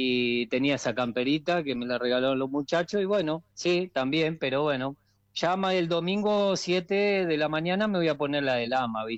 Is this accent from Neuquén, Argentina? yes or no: no; Buenos Aires, Argentina; born there; moved away as an adult; also born or lived in Catalonia, Spain; nosotros como argentinos viviendo en Argentina no vimos la carrera de Messi. Pero los que vivimos en Barcelona